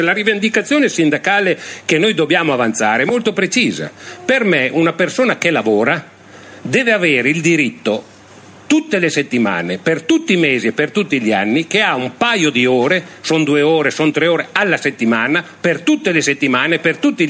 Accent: Reggio Emilia, Emilia-Romagna, Italy; io vengo da Reggio Emilia

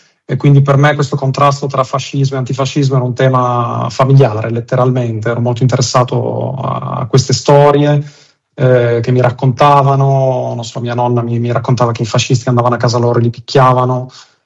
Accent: Modena, Emilia-Romagna, Italy; now in Bologna, Italy; io sono nato e cresciuto a Modena, anche se vivo a Bologna da quasi 30 anni

